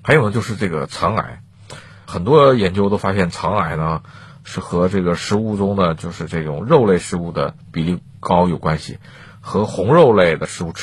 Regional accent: China

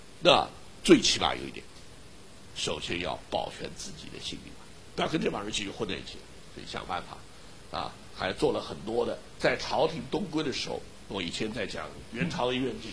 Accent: China; 我们中国人最讲究什么，大义名分，

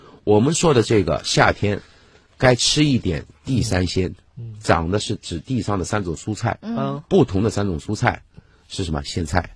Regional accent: Yunnan, China; moved away; 我的老家云南也出枇杷

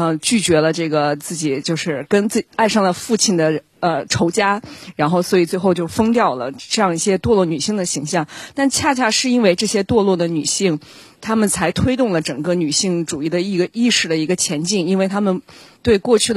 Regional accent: Shandong, China; 因为我小时候在山东长大嘛，我觉得我们那边对女孩的限制特别的多

